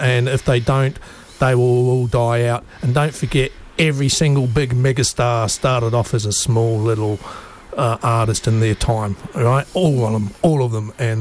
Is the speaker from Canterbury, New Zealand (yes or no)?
yes; Christchurch, Canterbury, New Zealand; moved away; I'm from St Albans.